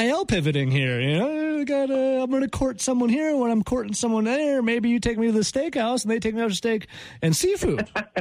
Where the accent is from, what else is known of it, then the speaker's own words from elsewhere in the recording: Wisconsin, United States; Like, I'm from Southwest Wisconsin.